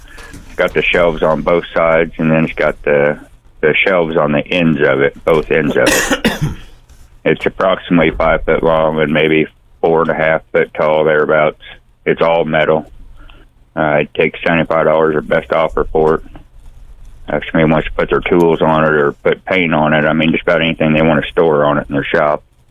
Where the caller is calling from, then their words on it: Kirksville, Missouri, United States; Kirksville.